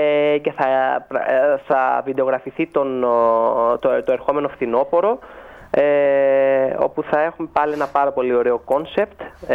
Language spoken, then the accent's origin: Greek; Rhodes, South Aegean, Greece; είμαι πάρα πολύ χαρούμενος που βρίσκομαι στην Ρόδο, στον τόπο μου